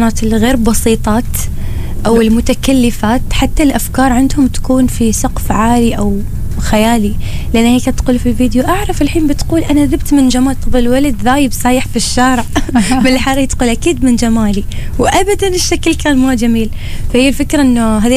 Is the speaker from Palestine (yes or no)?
no; Oman; accent: Omani; في لهجتنا لطيفه خفيفه احنا العمانيين،